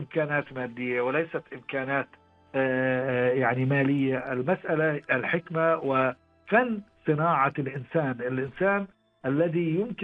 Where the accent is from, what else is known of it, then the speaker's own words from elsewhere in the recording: Kuwait; moved away as an adult; also born or lived in Baghdad, Iraq; أنا يعني تربيت وترعرعت بالكويت، أكملت دراستي الجامعية في جامعة بغداد صحافة وإعلام